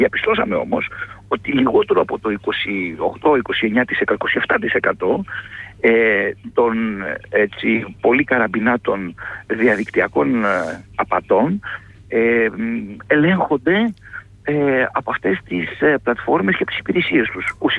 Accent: Kefalonia, Ionian Islands, Greece; θα αναχωρήσω από την ιδιαίτερη πατρίδα μου

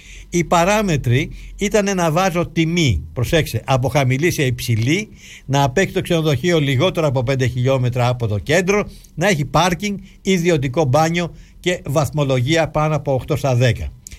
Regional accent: Greece; Τους είπα ότι είμαστε Ορθόδοξοι και Έλληνες

